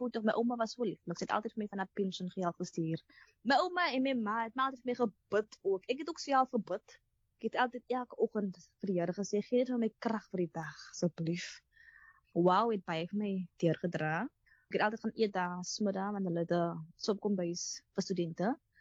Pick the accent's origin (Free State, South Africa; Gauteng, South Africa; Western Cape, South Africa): Western Cape, South Africa; Atlantis; accent: developed an accent